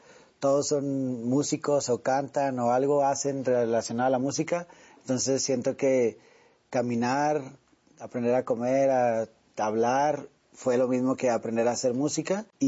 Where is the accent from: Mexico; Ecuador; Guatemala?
Mexico; Monterrey, Nuevo León; now in Mexico City, Mexico; yo creo que la primera vez que salí de Monterrey para acá a la ciudad, mi depa estaba vacío, no tenía ni un mueble